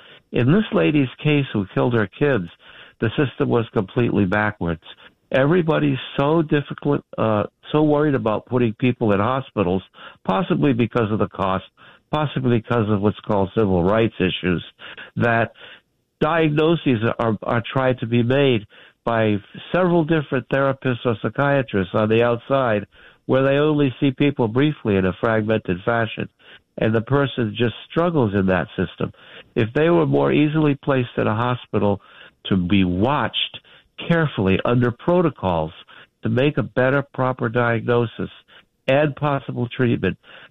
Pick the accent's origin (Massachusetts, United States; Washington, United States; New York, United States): Massachusetts, United States; now in Maine, United States; people are following it in Maine and in Massachusetts, where I'm from originally.